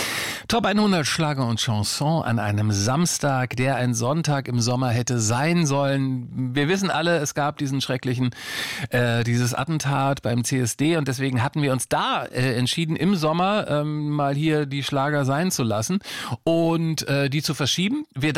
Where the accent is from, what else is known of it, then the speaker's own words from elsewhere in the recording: Lower Saxony, Germany; born there; ich bin in Niedersachsen geboren worden, Ende der 60er Jahre, meine Eltern hatten kein Geld, mussten dann also so in der Woche in fremden Städten arbeiten